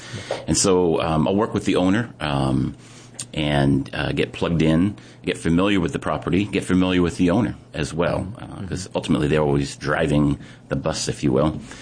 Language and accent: English; Apple Valley, California, United States; born there; moved away as an adult; now in Hawaii, United States; So I was born in Apple Valley, California. It's a little town in the high desert of Southern California. And when I was about 23, I joined the Air Force.